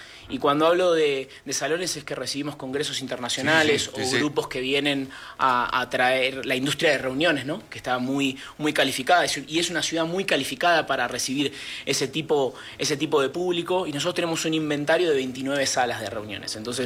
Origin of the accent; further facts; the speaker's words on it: Buenos Aires, Argentina; Soy argentino de Buenos Aires, tengo 33 años.